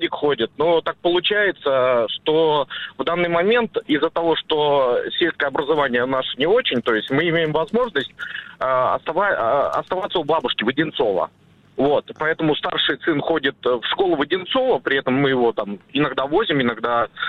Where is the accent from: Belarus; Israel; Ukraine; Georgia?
Belarus; Minsk; now in Moscow Oblast, Russia; Ну, я родом вообще из Белоруссии